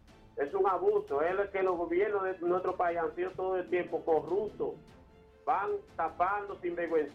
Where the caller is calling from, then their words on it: Esperanza, Valverde, Dominican Republic; yo soy de aquí de Esperanza, en el sector de Francisco Peña Gómez.